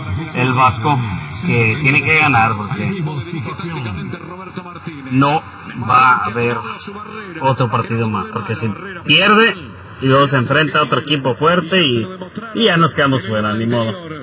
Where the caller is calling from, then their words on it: Acatic, Jalisco, Mexico; Esa es nuestra tradición en Acatí, Jalisco, el mejor pueblo, al ladito ahí de Tepatitlán, la mejor ciudad del mundo mundial.